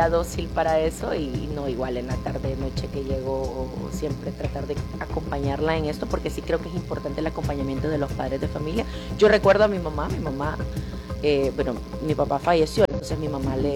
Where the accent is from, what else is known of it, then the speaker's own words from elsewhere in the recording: Sonsonate, El Salvador; born there; nosotros somos de Sonsonate, pero mi mami trabajaba en San Salvador